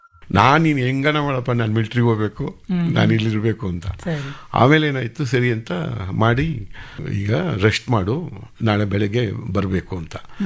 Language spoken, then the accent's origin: Kannada; Bengaluru, Karnataka, India; Sir ನಾನು Bengaluru Karnataka sir.